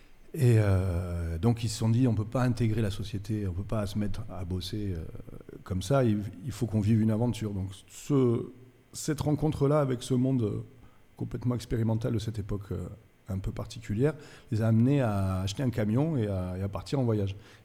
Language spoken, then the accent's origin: French; Nice, Provence-Alpes-Côte d'Azur, France; born there; Et moi, je suis né à Nice.